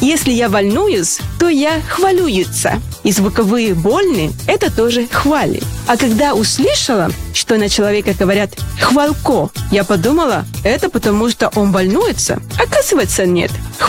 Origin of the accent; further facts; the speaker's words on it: Venezuela; now in Belarus; Я приехала в Беларусь из Венесуэлы. Приехала и осталась.